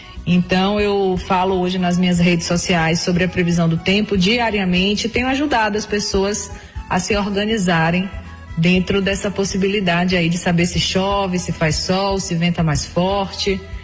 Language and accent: Portuguese; Salvador, Bahia, Brazil; Eu me formei em Juazeiro da Bahia, mas eu sou de Salvador.